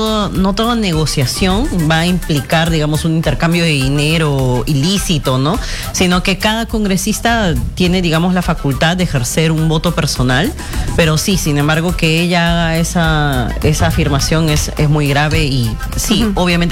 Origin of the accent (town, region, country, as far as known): Peru